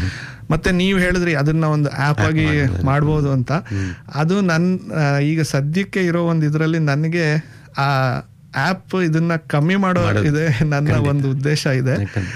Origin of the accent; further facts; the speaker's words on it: Tumakuru, Karnataka, India; also born or lived in Bengaluru; ನಾನು ಮೂಲತಃ ಬೆಂಗಳೂರಲ್ಲಿ ಹುಟ್ಟಿದ್ದು, ಆಮೇಲೆ ನನ್ನ ಓದು ಮತ್ತು ನನ್ನ ಬೆಳವಣಿಗೆ ಎಲ್ಲ ತುಮಕೂರಲ್ಲಿ ನಡೀತು.